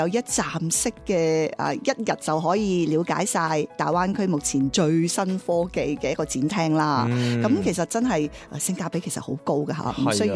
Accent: China; 外国朋友啦，比我哋中国人更加知了解我哋国家吓

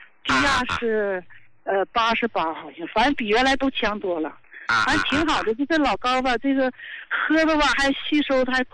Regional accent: Qiqihar, Heilongjiang, China; 我是黑龙江的，那啥，齐齐哈尔的，71岁了。

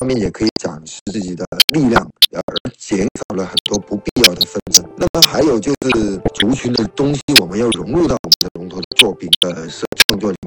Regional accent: Guangdong, China; 其实我们广府人就是通过龙舟作为这个神灵的水上游行的一种行为

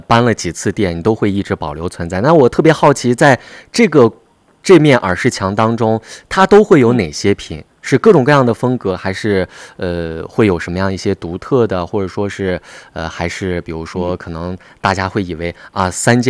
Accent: Xinjiang, China; accent: Xinjiang dialect; 用我们新疆话说跟闺蜜倒四费呀

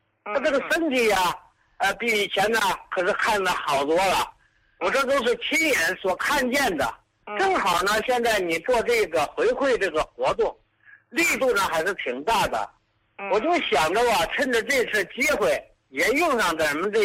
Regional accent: Fushun, Liaoning, China; 哎，我呢是来自辽宁抚顺的，我今年呢62了。

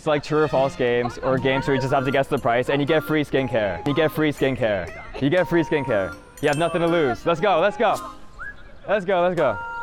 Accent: China; We're from China.

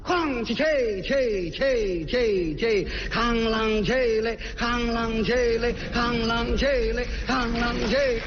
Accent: Beijing, China; 咱们北京人呐

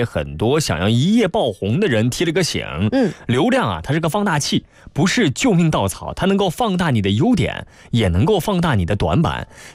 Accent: Guangdong, China; 咱们广东人、广东朋友

